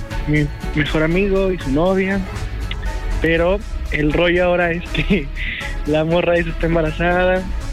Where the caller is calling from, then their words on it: Ixtapaluca, State of Mexico, Mexico; Soy de Ixtapaluca.